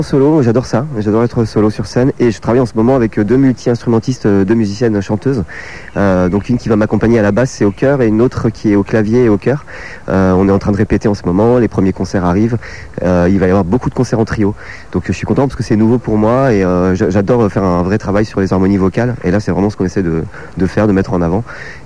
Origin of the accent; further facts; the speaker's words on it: Nancy, Grand Est, France; Moi, je viens de Nancy.